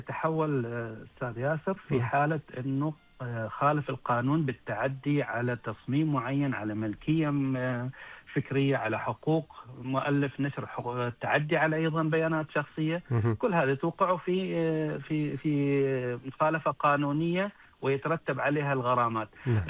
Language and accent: Arabic; Oman